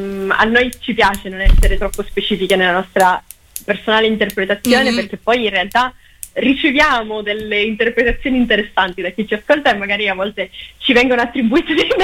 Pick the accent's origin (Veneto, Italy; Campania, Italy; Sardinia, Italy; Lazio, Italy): Sardinia, Italy; io sono sarda, quindi arrivo da una comunità matriarcale